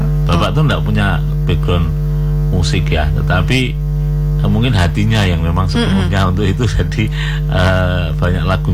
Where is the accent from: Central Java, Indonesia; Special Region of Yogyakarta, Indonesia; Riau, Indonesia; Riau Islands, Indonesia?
Special Region of Yogyakarta, Indonesia; dulu awal-awal saya asli dari Kanjuran ya.